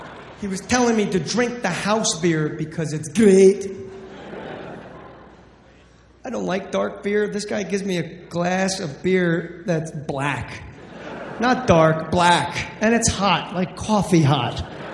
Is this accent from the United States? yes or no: yes; New Jersey, United States; I'm from Jersey, man, I don't fuck around.